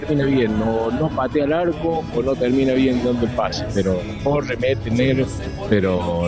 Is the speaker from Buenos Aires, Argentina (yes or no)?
no; Deán Funes, Córdoba, Argentina; vengo de Dian Funes.